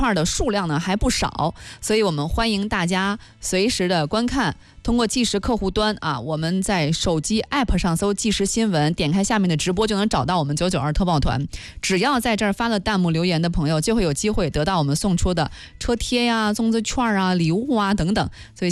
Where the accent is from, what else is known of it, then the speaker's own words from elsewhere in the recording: northern China, China; 这个作为北方人来讲，我觉得这可能是刻在我基因里头东西了。